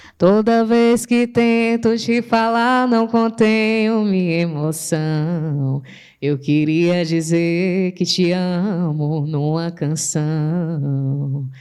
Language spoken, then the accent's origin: Portuguese; Acopiara, Ceará, Brazil; moved away; eu vim lá de Acopiara.